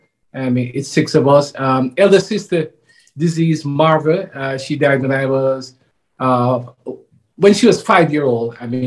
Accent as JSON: {"language": "English", "region": "Kingston", "country": "Jamaica", "tie": "born or raised there", "also_born_or_lived": "St. Mary, Jamaica", "moved": "yes", "said": "I was born in Jamaica. You must have picked up on the accent, but I grew up in Jamaica."}